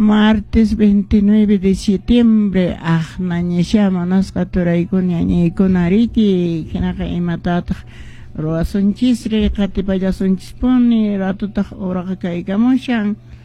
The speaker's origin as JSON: {"language": "Spanish", "region": "Cusco", "country": "Peru", "said": "¿Dónde están nuestros hermanos que somos de Cusco, de somos Perú, peruanos?"}